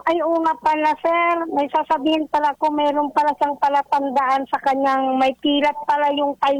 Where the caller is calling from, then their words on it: Narra, Mimaropa, Philippines; dito sa Kawayan Street, poblasyon Nara, Palawan po.